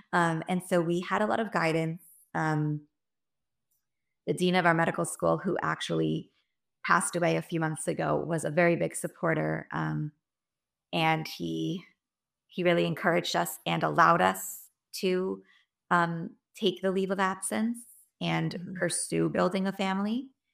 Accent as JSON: {"language": "English", "town": "Miami", "region": "Florida", "country": "United States", "moved": "yes", "lives_now": "Birmingham, United States", "said": "I'm from Miami and Corey is from Toronto. So thank God, both large Jewish communities."}